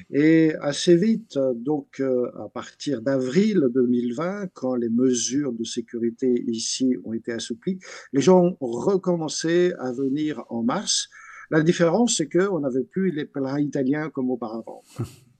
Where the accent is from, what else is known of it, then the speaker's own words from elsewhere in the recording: France; Je suis né, j'ai grandi en France, mais chaque année, j'allais passer l'été avec ma famille